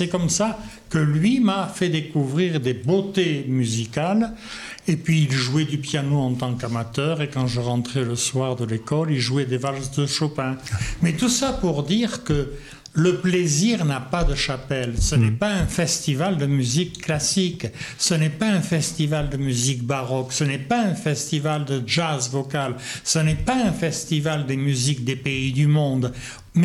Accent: Tarbes, Occitanie, France; born there; Alors, je suis né à Tarbes il y a trop longtemps. J'ai passé un bac très jeune. J'avais 16 ans. Puis je suis parti à Toulouse.

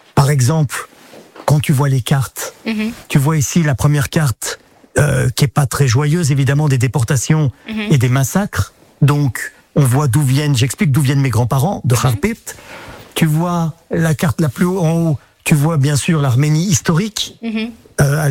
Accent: Alfortville, Île-de-France, France; moi, j'ai vécu qu'à Alfortville, hein, j'ai grandi à Alfortville.

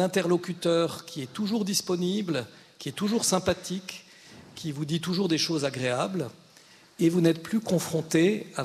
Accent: Grand Est, France; now in Bayonne, France; moi je suis alsacien, alors j'y suis sensible aussi à la pluralité des langues

